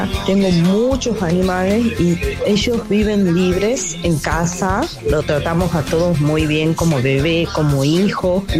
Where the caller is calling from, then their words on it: Tucumán, Argentina; Soy de Tucumán, Alejandra.